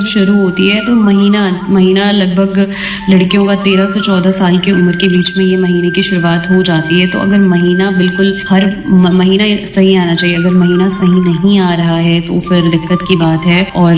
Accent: Lucknow, Uttar Pradesh, India; और मैं लखनऊ से हूँ

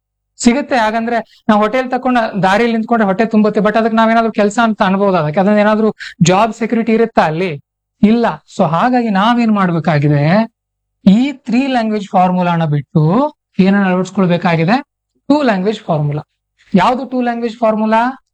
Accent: Karnataka, India; first language Kannada; ನಾವು ಕನ್ನಡಿಗರು ಅಲ್ವಾ, ನಾವು ಕನ್ನಡಿಗರಿದ್ದೀವಿ, ಕನ್ನಡ ಒಂದೇ ಸಾಕಲ್ವಾ ನಮಗೆ?

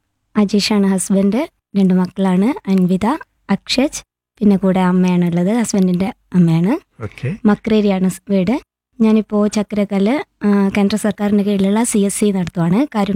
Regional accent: Melechovva, Kerala, India; moved away as an adult; now in Makreri, India; എന്റെ വീട് മേലച്ചൊവ്വയാണ്.

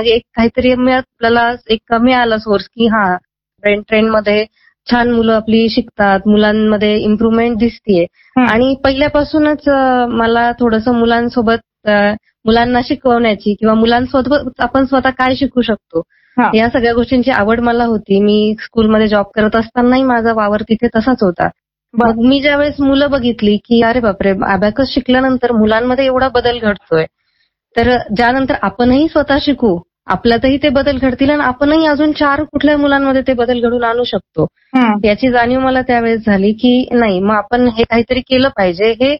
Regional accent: Nashik, Maharashtra, India; मी मूळची नाशिकचीच आहे, लग्नानंतर मी माझं MSc पूर्ण केलं।

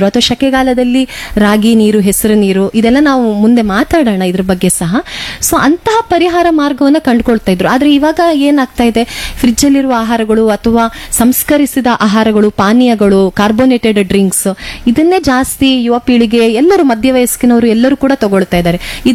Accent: Karnataka, India; ನಮ್ಮ ಊರಲ್ಲಿ 40°C ಇಲ್ಲದೆ ಇದ್ರೂ ಸಹ 35°C ನಮ್ಗೆ ಸಾಕಾಗ್ತದೆ ಉಡುಪಿ ಮಂಗಳೂರಿನವರಿಗೆ.

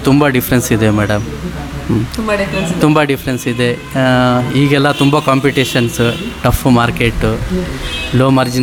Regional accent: Shivamogga, Karnataka, India; Proper ನಾವು ಮದಾರಿಪಾಳ್ಯದವಳು. ಆಮೇಲೆ ನಾನು ಜಸ್ಟ್ ಏನು SLC ಓದಿದ್ದೀನಿ ಅಷ್ಟೇ, ಅಲ್ ಮಹಮೂದ್ ಹೈಸ್ಕೂಲ್, RML ನಗರ, ಶಿವಮೊಗ್ಗ.

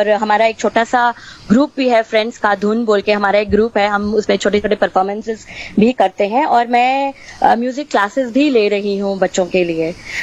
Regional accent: Tamil Nadu, India; मैं south Indian हूँ, तमिलनाडु से बिलोंग करती हूँ, तो मैंने एक्चुअली कर्नाटक क्लासिकल सीखा हुआ है।

